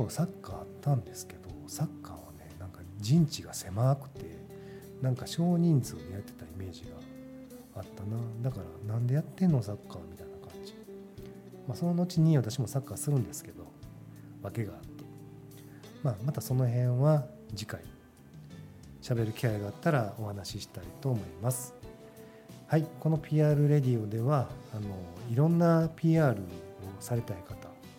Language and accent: Japanese; Kansai, Japan; also born or lived in Tokyo; 東京いる時はね、まあ、関西から来たって言うからよう突っ込んでとか言われてました。でも大阪じゃないんで、うん、そうかなと思ってたけど